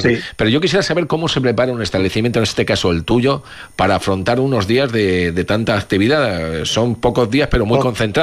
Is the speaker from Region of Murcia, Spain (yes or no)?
yes; Cartagena, Region of Murcia, Spain; now in Lorca, Spain; de Cartagena, que es mi tierra de origen